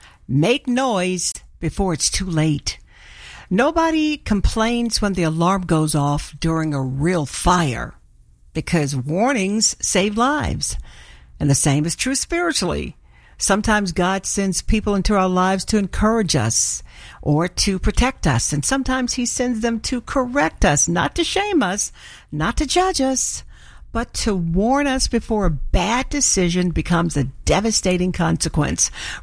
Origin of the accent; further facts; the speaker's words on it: Arkansas, United States; I remember singing that song growing up in Arkansas.